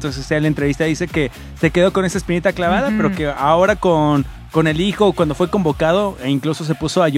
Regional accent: Mexico; a nosotros como mexicanos

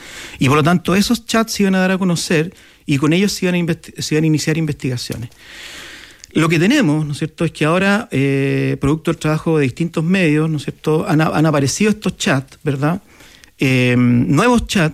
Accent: Chile; Pero yo creo que una de las cosas que más probablemente nos ha dolido como chilenos

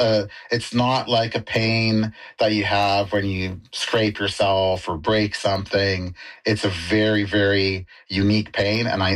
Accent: Maple Ridge, British Columbia, Canada; I'm from Maple Ridge

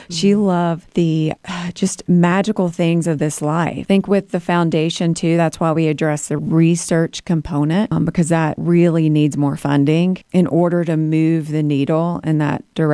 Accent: the South, United States; I grew up in the South. I went to church, but I would say my family wasn't like extremely religious.

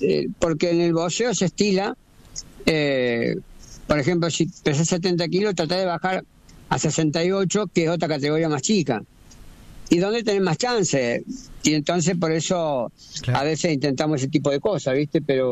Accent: Córdoba, Argentina; porque soy el primer boxeador argentina, campeón del mundo en doble categoría, el primero y soy de Córdoba, la Canzalia, Córdoba

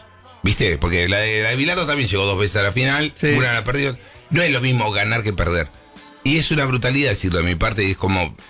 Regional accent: Argentina

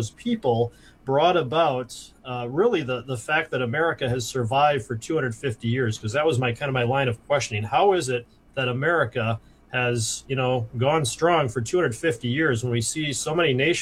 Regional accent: Wisconsin, United States; so I grew up in Wisconsin, and we called it forensics. I don't know what they call it in Texas, but that was speech, was forensics.

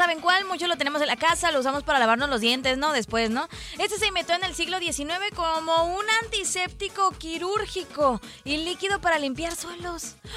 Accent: Mexico; Somos mexicanos

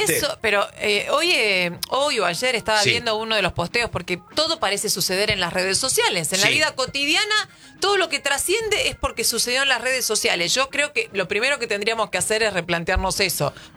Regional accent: Argentina; seguimos siendo los argentinos a pesar de haber sido los segundos.

